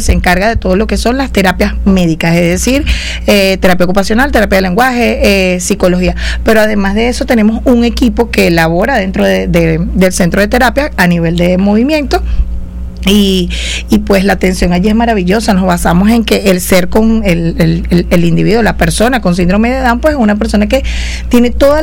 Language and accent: Spanish; Ocumare del Tuy, Miranda, Venezuela; nosotros somos de Ocumare del Tuy y pues allá las terapias pues son muy escasas